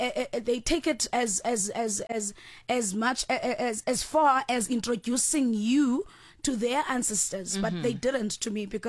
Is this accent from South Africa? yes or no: yes; King William's Town, Eastern Cape, South Africa; now in Johannesburg, South Africa; I'm born and bred in King Williamstown, iQonce now